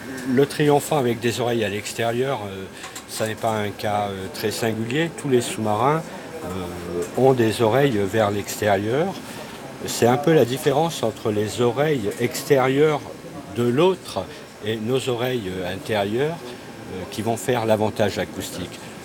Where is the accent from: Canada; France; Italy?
Italy; Quart, Aosta Valley; Oui, je suis également de Quart.